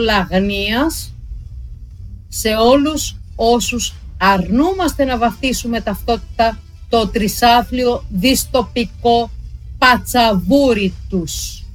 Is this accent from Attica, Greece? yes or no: no; Thessaloniki, Central Macedonia, Greece; moved away; Είμαι η μισή Θεσσαλονικιά, γέννημα θρέμα Θεσσαλονίκης είμαι.